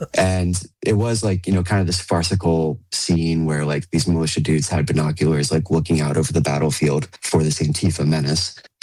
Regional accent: Gettysburg, Pennsylvania, United States; moved away; back in my hometown in Gettysburg, Pennsylvania

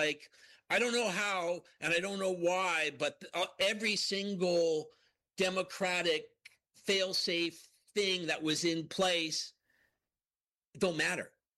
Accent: Canada; as a Canadian, I watch like Supreme Court decisions

